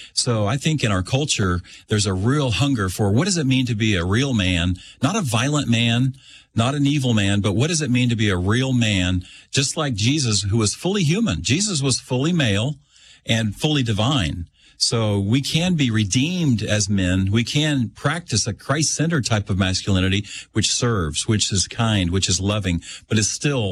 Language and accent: English; Kansas, United States; and I'm from Kansas. I grew up in Kansas.